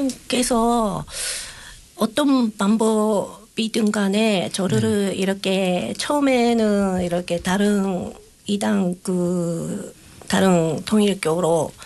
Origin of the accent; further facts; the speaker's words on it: Japan; Korean is a second language; moved away as an adult; now in South Korea; 제가 일본에 있었으면 이렇게 믿음으로 살아가지는 않았을 것 같다.